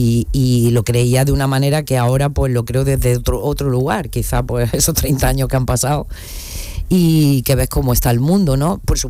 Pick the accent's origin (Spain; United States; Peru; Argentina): Spain; La Zubia, Andalusia; me presenté con un seudónimo al cartel del carnaval de mi pueblo, que es La Zubia, en Granada.